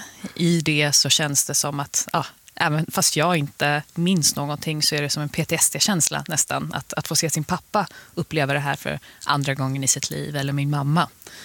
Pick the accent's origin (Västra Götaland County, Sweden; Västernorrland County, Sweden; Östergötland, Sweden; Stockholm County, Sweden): Stockholm County, Sweden; Botkyrka; also born or lived in Afghanistan / Russia; Där jag kommer ifrån, i Botkyrka, som ligger i södra Stockholm, så har vi folk från alla delar av världen. Och det har ju inte undgått mig att hemma så lever vi ett liv. Vi pratar inte så jättemycket svenska utan det är andra språk.